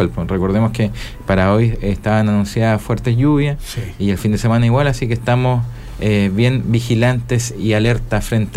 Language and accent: Spanish; Chile; algo que nos caracteriza como chilenos, la solidaridad.